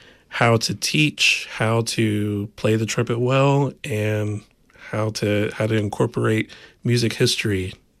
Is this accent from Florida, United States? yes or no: no; Georgia, United States; moved away as an adult; also born or lived in West Texas; I'm from Georgia originally, but I eventually made my way over to West Texas to do my graduate studies at Texas Tech University.